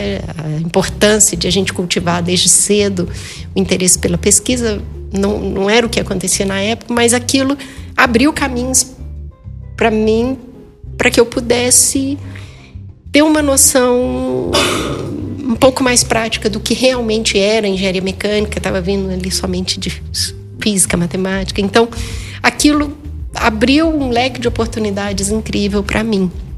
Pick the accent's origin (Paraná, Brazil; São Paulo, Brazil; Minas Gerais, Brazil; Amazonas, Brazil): Minas Gerais, Brazil; Belo Horizonte; also born or lived in Uberlândia; sou mineira, eu sou de Belo Horizonte, mas na adolescência eu me mudei para Uberlândia